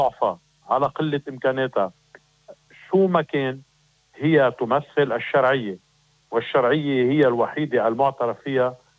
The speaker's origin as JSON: {"language": "Arabic", "country": "Lebanon", "said": "لازم نحن كلبنانيين نخلص من هيدا الموضوع"}